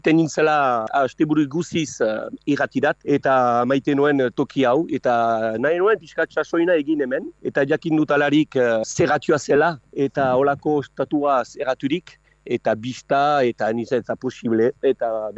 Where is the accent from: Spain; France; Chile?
France; Hasparren, Nouvelle-Aquitaine; Azparnetik heldu naiz, nik maite dut mendia